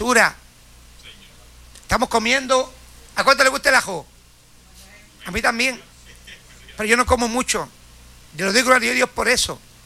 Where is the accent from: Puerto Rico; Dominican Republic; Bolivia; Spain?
Puerto Rico; moved away; llevar la palabra en cada esquina, en cada rincón de mi pueblo.